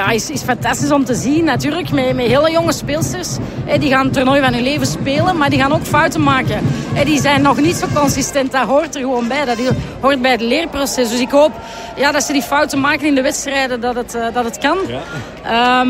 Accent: Belgium; En dat toont maar dat wij als klein Belgenlandje toch wel iets kunnen.

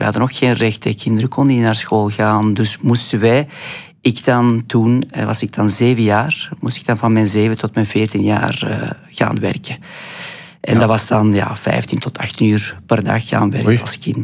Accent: Afghanistan; Dutch is a second language; now in Belgium; Ja, natuurlijk. Ik ben in Afghanistan geboren, dus ik ben Belg onder.

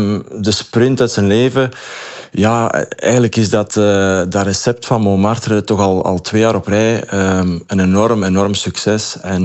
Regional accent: Belgium; mogen we toch wel enorm blij zijn

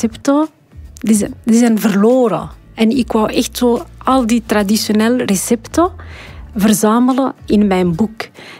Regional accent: Morocco; Het is niet, want ik ben Marokkaans, ik ga dagelijks alleen tagine maken.

